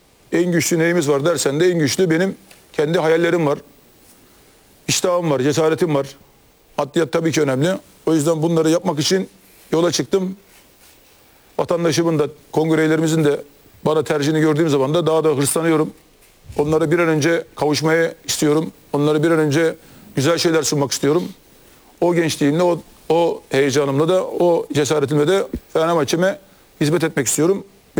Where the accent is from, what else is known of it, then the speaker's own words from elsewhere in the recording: Istanbul, Turkey; Sokaklarda büyüdük. Sokaklardan geldik. Sokaklardan ticaret yaparaktan ben buralara geldim. Kasımpaşa'nın bir evladıyım. Kasımpaşa'da doğdum.